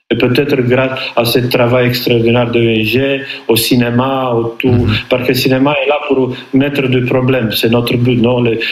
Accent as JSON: {"language": "French", "town": "Brașov", "region": "Brașov County", "country": "Romania", "said": "même ici chez nous à Brasov"}